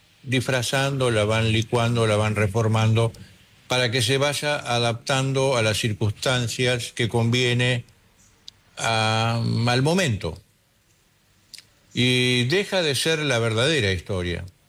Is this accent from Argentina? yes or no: yes; Argentina; soy argentino